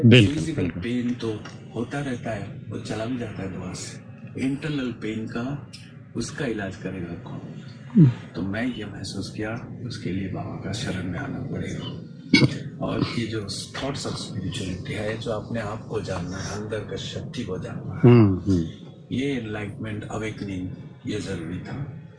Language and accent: Hindi; Durgapur, West Bengal, India; दुर्गापुर का रहने वाला हूँ